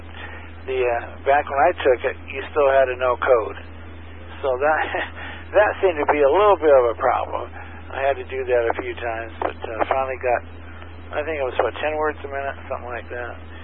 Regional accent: Seattle, Washington, United States; now in Sanford, United States; I grew up on the West Coast, so the East Coast is a little bit different

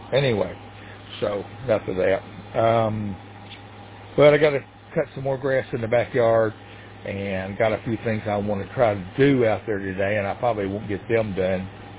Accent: Chattanooga, Tennessee, United States; born there; also born or lived in near Nashville, Tennessee; because we lived up in Chattanooga

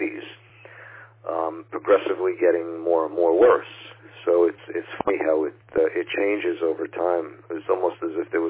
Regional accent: Maspeth, New York, United States; now in Long Island, United States; I grew up actually in Maspeth, right next door to you. And I'm sure you remember back in the 70s what the traffic was like there.

